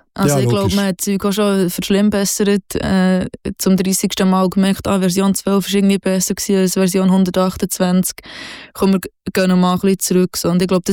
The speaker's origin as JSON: {"language": "German", "region": "Bern", "country": "Switzerland", "accent": "Bernese German", "first_language": "Bernese German", "said": "Und die Sprache, die mich umgibt, ist Berndeutsch. Und zwar ist das echt meine Muttersprache in meiner Familie, in meinem Freundeskreis."}